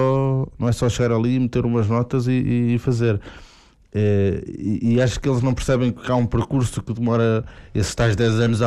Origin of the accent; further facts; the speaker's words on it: Viseu, Centro, Portugal; now in Lisbon, Portugal; eu que venho de Viseu